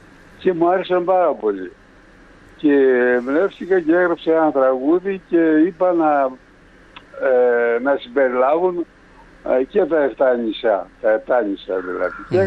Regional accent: Agios Georgios, Thessaly, Greece; μια και είμαι από τον Άγιο Γεώργιο της Καρδίτσας

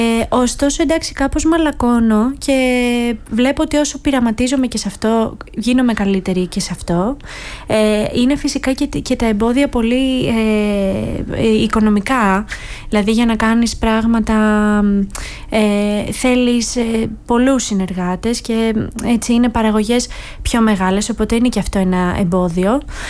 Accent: Ano Kastritsi, West Greece, Greece; στο Άνω Καστρίτσι, το χωριό μου.

